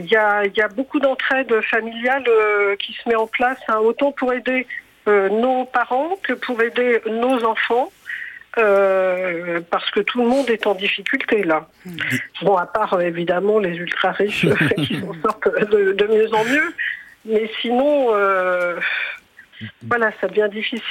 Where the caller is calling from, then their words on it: Île-de-France, France; Je vous appelle de l'Essonne.